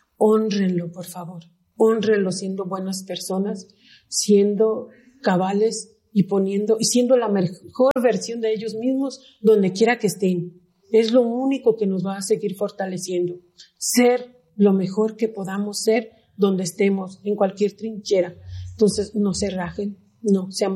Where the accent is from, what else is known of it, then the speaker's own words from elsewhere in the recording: Jalisco, Mexico; Sabes que yo en Jalisco todavía tengo dos hermanos y mi madre. Y en algún momento de mi vida sí quiero ir